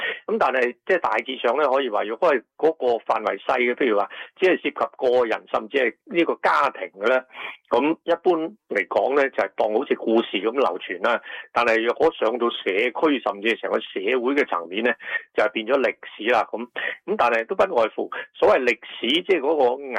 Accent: Hong Kong; accent: Hong Kong Cantonese; first language Hong Kong Cantonese; now in Sydney, Australia; 即系作为一个侨居悉尼嘅华人咧，即系我第一语言嘅，自出娘胎即系一路听大，一路学大，一路讲到大嘅咧，就系、是、香港嘅粤语。

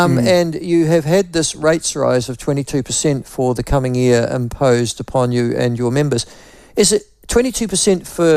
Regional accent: Whanganui, Manawatū-Whanganui, New Zealand; Listen, well, I grew up in Whanganui, of all places, and there were an awful lot of Dutch migrants to New Zealand, 50s, 60s.

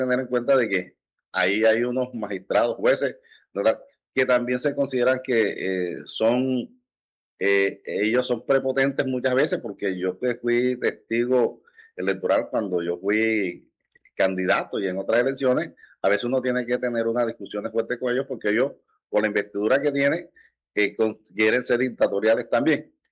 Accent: San Basilio de Palenque, Bolívar, Colombia; Soy palenquero y mi origen es el continente africano, mis ancestros, pero hoy yo soy nacional colombiano, nacido aquí

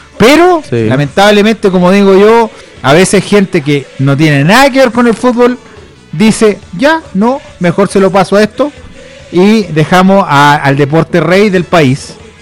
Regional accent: Chile; now in Colombia; yo por ejemplo como chileno

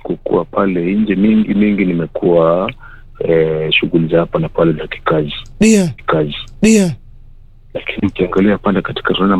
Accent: Ukambani, Kenya; born there; Mimi niko na miaka 40 plus. Niko na damu ya Meru na niko Ukambani, nimezaliwa Ukambani lakini niko na damu ya Meru ndani.

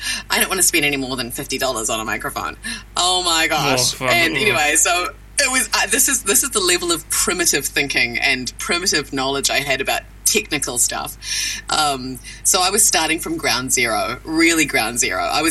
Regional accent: New Zealand; accent: New Zealand; I didn't have many hours under my belt, so I sound very, very half New Zealand, half Kiwi

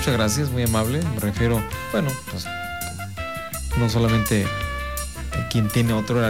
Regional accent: Mexico; los mexicanos somos muy, muy botaneros.

